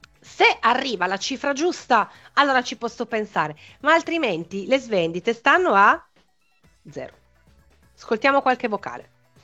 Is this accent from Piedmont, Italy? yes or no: yes; Turin, Piedmont, Italy; torinese, doc.